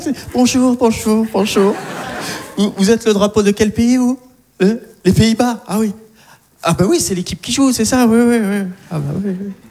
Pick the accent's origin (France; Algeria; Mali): Algeria; J'aime bien le dire, donc je suis content d'être algérien. Et je le dis, d'ailleurs, allègrement que je suis algérien